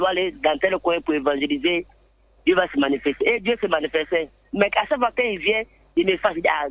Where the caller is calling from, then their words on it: Abidjan, Côte d’Ivoire; Je vous appelle de Angré Nouveau-Chu, de l'Obité.